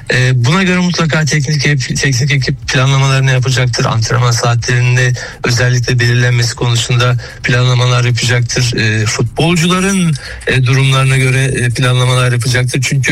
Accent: Samsun, Turkey; Tabii ben bir de Samsunluyum yani. Ben çocukluğumdan ve Samsun Spor maçlarını hep stadyumda canlı canlı izlemiş, destek vermiş bir insanım.

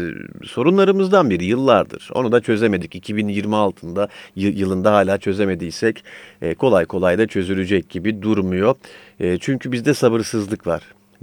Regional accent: Istanbul, Turkey; İzmir doğumlu falan değilim, İstanbulluyum doğma büyüme.

